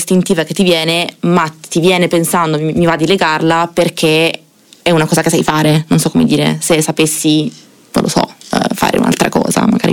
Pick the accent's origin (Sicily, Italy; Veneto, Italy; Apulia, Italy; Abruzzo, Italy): Apulia, Italy; Canosa di Puglia; now in Milan, Italy; Io vengo da Canosa di Puglia, in realtà.